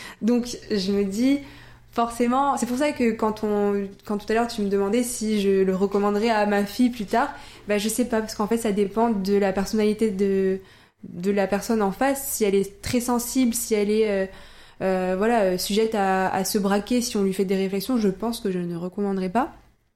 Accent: Le Mans, Pays de la Loire, France; moved away; also born or lived in Northern France; quand je suis chez mes parents ou chez moi au Mans

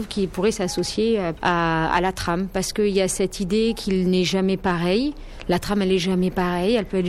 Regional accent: Southern France, France; accent: southern; quand on est ici, on ne nous fait pas remarquer qu'on a un accent, mais quand on part d'ici, qu'on va à Paris, qu'on va en Suisse, etc., on nous parle de notre accent.

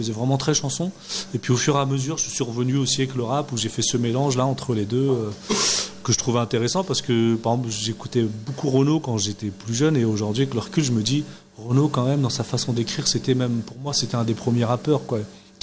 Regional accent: Brittany, France; d'avoir nos parents qui sont algériens, et j'ai grandi en Bretagne, et mélanger ces deux cultures-là

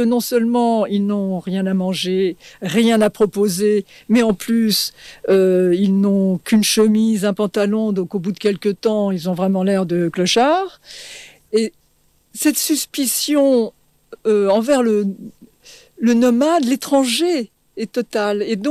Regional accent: France; comme je suis française malgré mon nom

